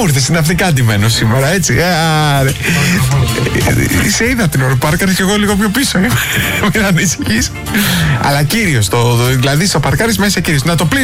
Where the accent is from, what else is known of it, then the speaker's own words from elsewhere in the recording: Thessaloniki, Central Macedonia, Greece; Αν είμαι Θεσσαλονικιός, ναι.